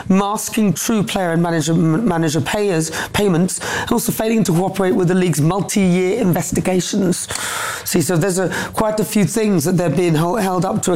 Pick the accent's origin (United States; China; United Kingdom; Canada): United Kingdom; Newcastle, North East England; I'm from Newcastle, actually.